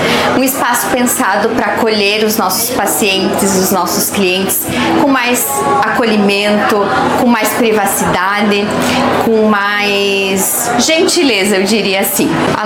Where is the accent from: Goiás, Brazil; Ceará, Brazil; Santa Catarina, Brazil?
Santa Catarina, Brazil; Videira; born there; a comunidade de Videira. É uma cidade onde eu nasci